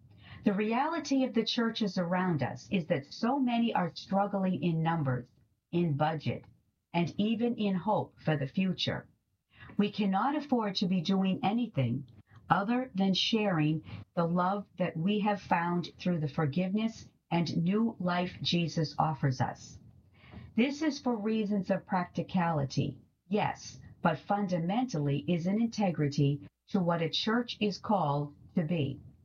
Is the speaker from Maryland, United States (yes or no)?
no; Newburyport, Massachusetts, United States; now in Colorado, United States; New to Colorado, I was raised in Newburyport, where my relationship with the outdoors was formed. In a tiny house on Franklin Street, just steps away from the Merrimack River, the seeds were being planted